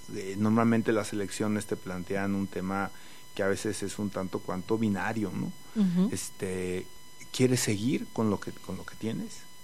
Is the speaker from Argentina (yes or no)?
no; Querétaro, Mexico; born or raised there